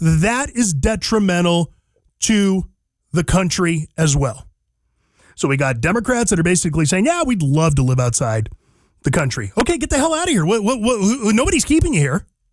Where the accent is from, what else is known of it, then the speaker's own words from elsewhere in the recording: United States; I may be Hispanic, but I'm not from Mexico, brother. I'm from America. So are my parents.